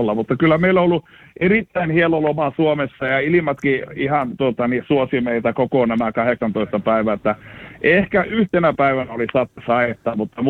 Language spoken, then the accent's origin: Finnish; Fagersta, Västmanland, Sweden; born there; mähän asun täällä ja olen syntynyt täällä Fagerstassa, Ruotsissa.